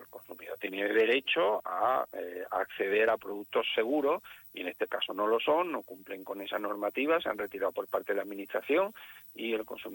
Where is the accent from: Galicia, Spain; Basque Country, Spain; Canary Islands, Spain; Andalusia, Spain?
Andalusia, Spain; Granada; moved away; encantado de hablar en Granada, que es mi tierra, de la que yo hago patria constantemente.